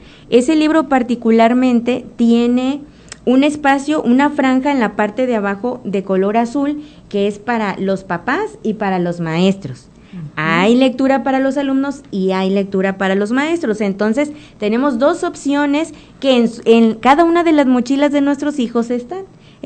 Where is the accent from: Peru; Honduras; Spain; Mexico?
Mexico; Nayarit